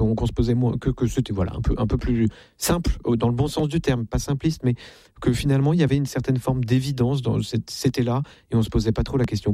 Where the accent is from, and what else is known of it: Versailles, Île-de-France, France; born there